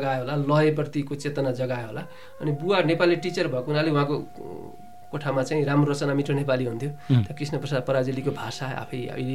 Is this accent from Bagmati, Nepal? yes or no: no; Gulmi District, Lumbini Province, Nepal; हाम्रो एकसिङ नाम ठाउँको नाम हो गुल्मी जिल्लामा मगर भाषा बोलिन्छ भने त्यहाँ मात्रै बोलिन्छ गुल्मी जिल्लाभरिमा मगर भाषा बोल्ने वक्ताहरू मेरो गाउँमा छन्